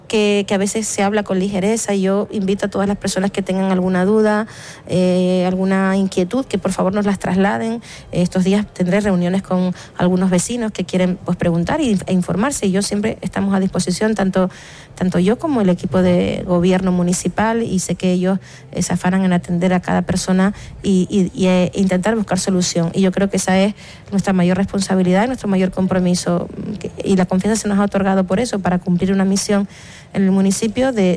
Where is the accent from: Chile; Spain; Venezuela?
Spain; Canary Islands; identidad como canario